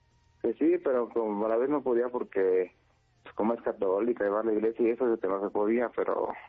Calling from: Mexico City, Mexico; Desde acá, desde Iztapalapa, desde acá, desde Paraje de Buenavista.

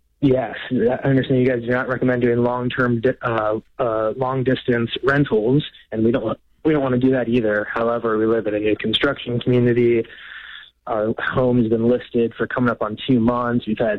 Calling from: Dallas, Texas, United States; We live outside of Dallas, Texas. We've been in the home since February 2025.

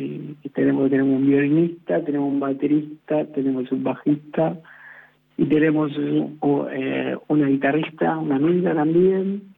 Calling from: La Plata, Buenos Aires Province, Argentina; tengo 44 años, vivo en La Plata.

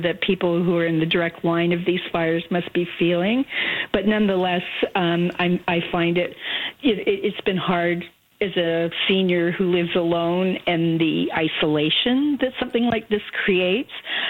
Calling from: Toronto, Ontario, Canada; my perspective as someone living in central Toronto

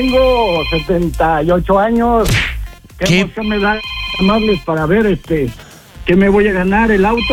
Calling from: Nezahualcóyotl, State of Mexico, Mexico; Estamos ahorita en Plaza de Aragón, en Ciudad Neza, zona norte.

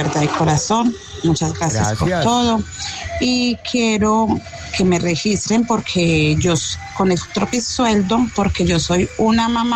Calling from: Medellín, Antioquia, Colombia; Vivo en Manrique Lasalle

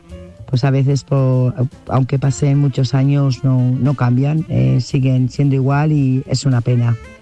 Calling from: Burgos, Castile and León, Spain; Buenas noches … corresponsal de Burgos.

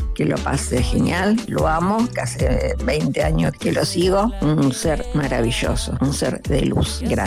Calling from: Buenos Aires, Argentina

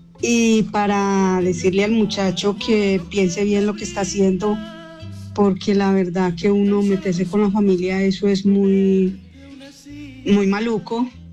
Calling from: Colombia; Soy de acá … de acá de Quebrada Negra.

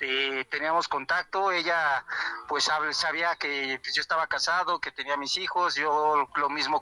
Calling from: Ixtapaluca, State of Mexico, Mexico; te llamamos de aquí del Estado de México, del municipio de Iztapaluca.

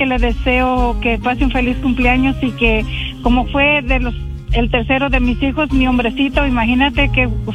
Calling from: Perris, California, United States; Pues yo vivo en Perris.

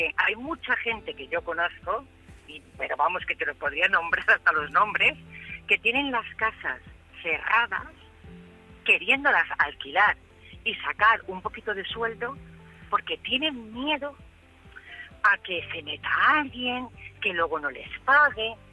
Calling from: Valencia, Valencian Community, Spain; Eso no soy yo … de Valencia, que he estado ahorrando para comprar una vivienda.

